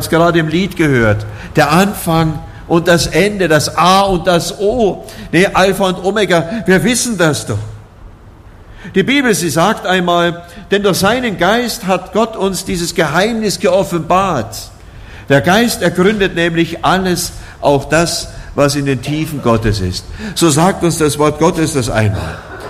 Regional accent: Oberammergau, Bavaria, Germany; ich komme ja nur aus Oberammergau, dem Herrgottschnitzer Dorf

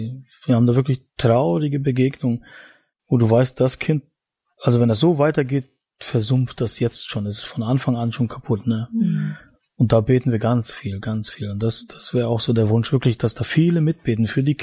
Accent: Mecklenburg-Vorpommern, Germany; Wir würden gerne nach Mecklenburg-Vorpommern gehen, das ist Ostdeutschland, meine Heimat eigentlich, wo ich herkomme.

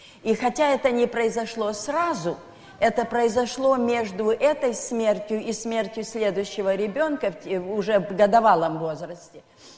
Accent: Donetsk, Donetsk Oblast, Ukraine; у нас в Донецке, я родилась в Донецке, мой отец был горный инженер

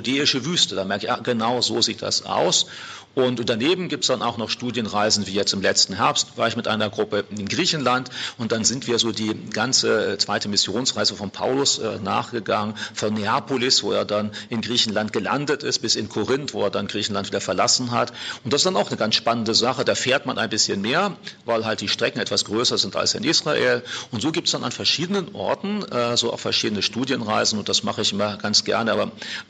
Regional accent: Germany; ich komme aus Deutschland.

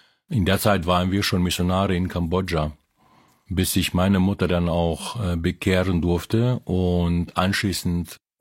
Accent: Philippines; Ich bin in den Philippinen aufgewachsen und mein Vater hat, der war Ingenieur und der hat auf einer anderen Insel gearbeitet.

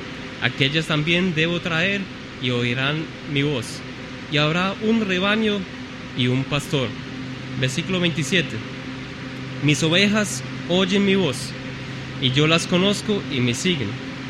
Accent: Germany; moved away; En mi país, en Alemania, hay pastores.

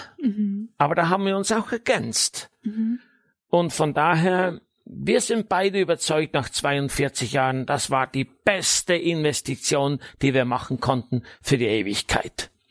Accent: Switzerland; now in Germany; Ich kann wirklich aufrichtig sagen, als Schweizer, ich liebe Deutschland.

